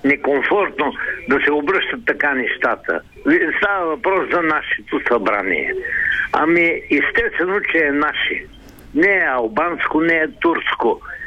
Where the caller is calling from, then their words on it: Plovdiv, Plovdiv Province, Bulgaria; съм от Пловдив.